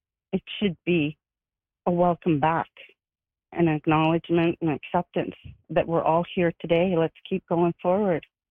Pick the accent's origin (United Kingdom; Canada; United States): Canada; Lake Helen Reserve, Ontario; now in Winnipeg, Canada; I'm Anishinaabe. I'm from Red Rock Indian Band in Ontario at Lake Helen Reserve. I lived in Winnipeg for many, many years now, decades even.